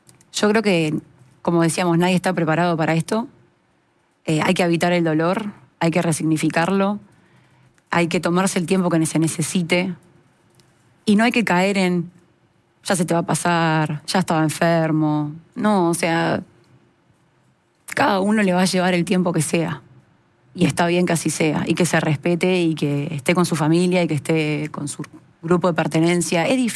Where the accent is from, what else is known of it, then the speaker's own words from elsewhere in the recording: Uruguay; also born or lived in Argentina; now in Mexico City, Mexico; yo soy uruguaya, pero viví en Argentina, sé cómo viven